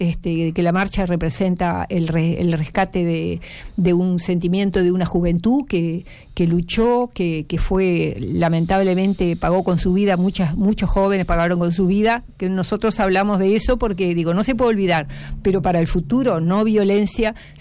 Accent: Tacuarembó, Uruguay; born there; also born or lived in Paso de los Toros; yo estudié, viví, nací en Tacuarembó, después mis padres me llevaron a vivir a Paso de los Toros, pero volví a Tacuarembó a hacer preparatorio porque Paso de los Toros en ese momento no tenía.

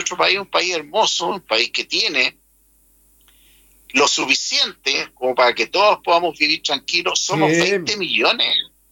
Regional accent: Chile

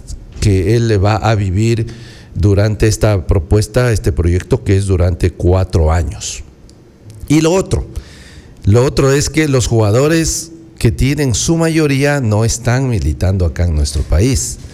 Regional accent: Ecuador; now in Amazon region, Ecuador; lo que somos los ecuatorianos

